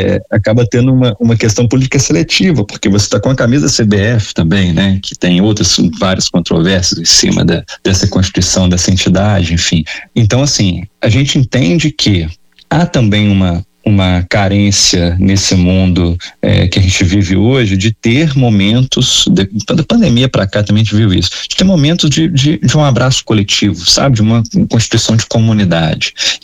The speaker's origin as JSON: {"language": "Portuguese", "town": "Juiz de Fora", "region": "Minas Gerais", "country": "Brazil", "said": "E nós que somos do litoral de Minas, né, de Juiz de Fora, ou interior do Rio"}